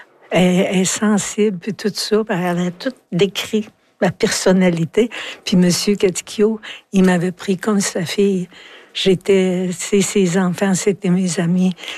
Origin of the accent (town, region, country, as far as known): Quebec, Canada